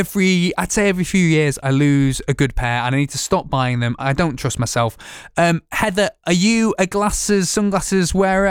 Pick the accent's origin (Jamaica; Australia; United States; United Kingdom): United Kingdom; I just knew that that's what I needed to say as a British person.